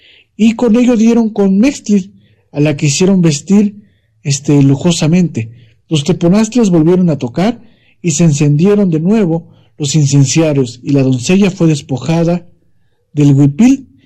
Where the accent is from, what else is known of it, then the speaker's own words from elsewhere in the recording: Mexico; la identidad comunal que nos distingue como mexicanos, poblanos, tlaxcaltecas, veracruzanos